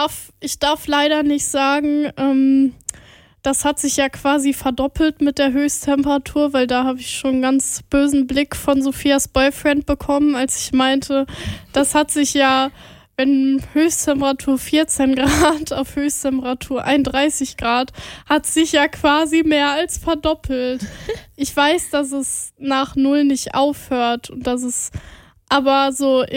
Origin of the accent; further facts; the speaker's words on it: North Rhine-Westphalia, Germany; born there; wir sind beide in NRW geboren.